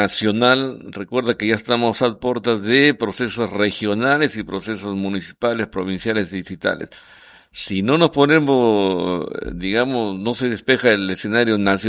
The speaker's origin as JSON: {"language": "Spanish", "country": "Peru"}